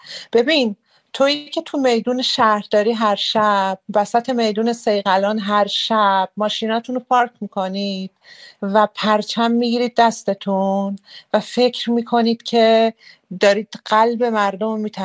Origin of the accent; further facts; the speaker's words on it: Rasht, Gilan, Iran; من بچه رشتم وسط خیابون عطافرین